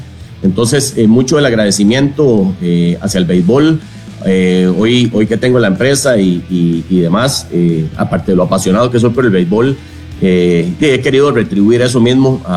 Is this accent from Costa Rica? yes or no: yes; Santo Domingo, Heredia, Costa Rica; yo soy oriundo de Santo Domingo, desde los 7 años juego béisbol